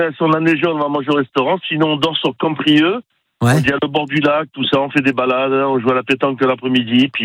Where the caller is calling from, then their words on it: Frontignan, Occitanie, France; J'habite Frontignan.